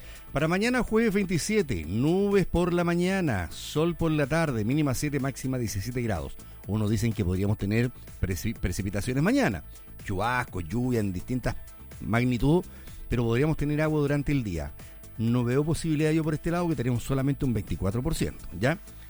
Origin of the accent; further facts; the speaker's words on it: Chile; aquí somos escandalosos los chilenos para celebrarse